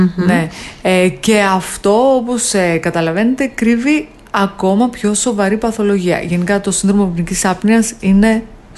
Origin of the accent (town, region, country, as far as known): Greece